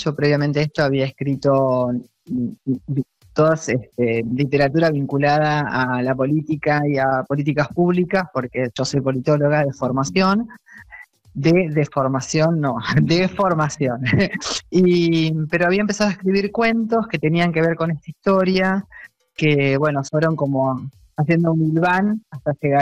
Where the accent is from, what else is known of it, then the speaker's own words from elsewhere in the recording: Tigre, Buenos Aires Province, Argentina; yo soy de Tigre